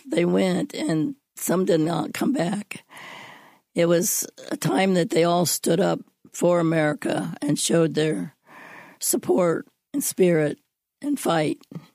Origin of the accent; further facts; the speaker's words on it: Urbana, Illinois, United States; I grew up in Urbana, went to Urbana High School, was in Girl Scouts, track, in the band.